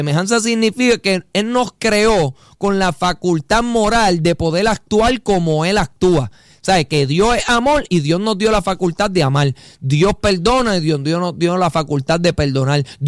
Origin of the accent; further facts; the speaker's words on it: Puerto Rico; Nosotros que somos puertorriqueños, ¿verdad? Nuestra identidad es ser puertorriqueño, aunque nacemos con una ciudadanía americana.